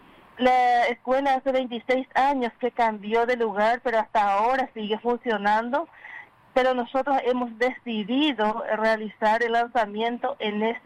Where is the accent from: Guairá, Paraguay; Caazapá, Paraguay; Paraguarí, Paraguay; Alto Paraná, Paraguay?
Caazapá, Paraguay; Maciel; una obra que yo lancé el año pasado, Pasado y Presente de Maciel. Es una breve reseña histórica de mi pueblo, donde también mencioné a algunas personas oriundas de ese lugar.